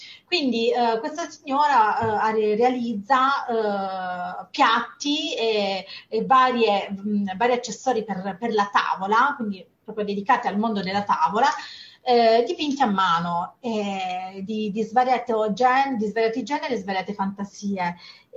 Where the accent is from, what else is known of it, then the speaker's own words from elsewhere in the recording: Apulia, Italy; perché sono pugliese, come appunto si può sentire